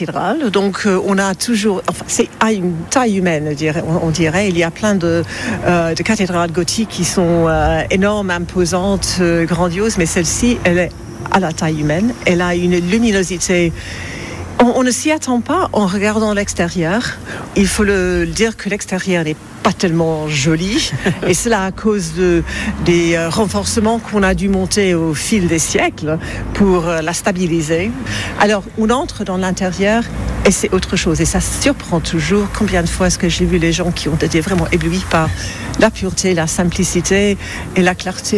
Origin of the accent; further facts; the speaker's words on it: England, United Kingdom; French is a second language; moved away as an adult; also born or lived in London / Scotland; now in Sées, France; moi je viens tout au sud de l'Angleterre et mon mari du nord de l'Écosse. Donc on s'est retrouvés un peu à Londres et puis en Écosse et puis on est venus ici.